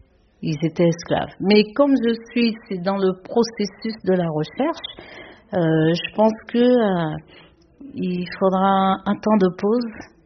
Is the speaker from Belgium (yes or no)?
no; Guadeloupe; je viens de la Guadeloupe.